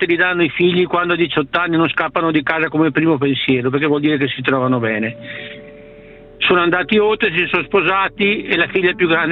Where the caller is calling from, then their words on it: Trento, Trentino-Alto Adige, Italy; io sono di Trento